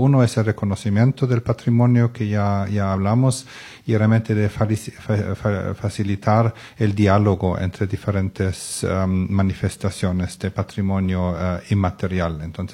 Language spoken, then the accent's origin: Spanish; Germany; moved away as an adult; now in Costa Rica; Yo soy de Alemania y hay muchas décadas de inmigración también, sí.